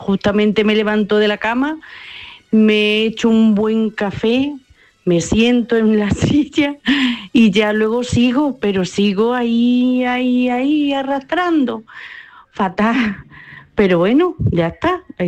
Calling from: Bailén, Andalusia, Spain; de Bailén.

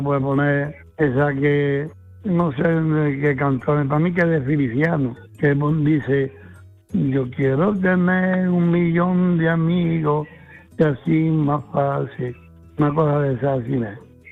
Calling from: Padul, Andalusia, Spain; que le voy a dedicar una canción al grupo de la 11

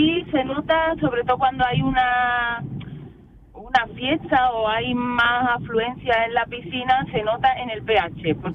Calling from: Dos Hermanas, Andalusia, Spain; Yo soy de Los Hermanas.

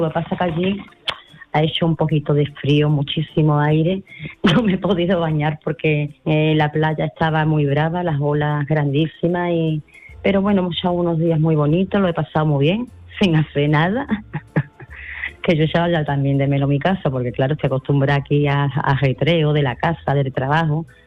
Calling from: Seville, Andalusia, Spain; de Sevilla.

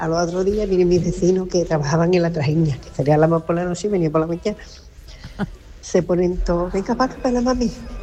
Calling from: Algeciras, Andalusia, Spain; de Algeciras.

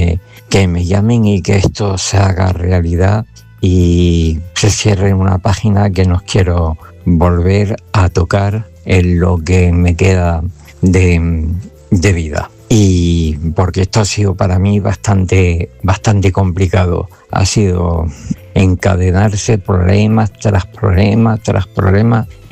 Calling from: Grazalema, Andalusia, Spain; de Grazalema.

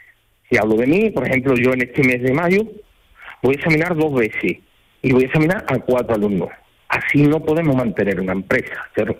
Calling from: Seville, Andalusia, Spain

